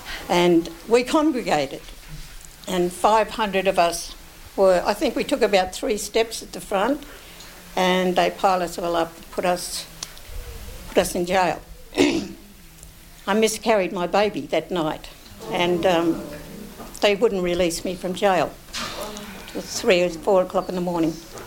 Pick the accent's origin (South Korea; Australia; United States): Australia; New South Wales; I'm not an Australian. I'm not an Australian. I've been Bigamore Gomeroi for 100,000 years, sticking a flag in the ground, having a meeting on the other side of the world.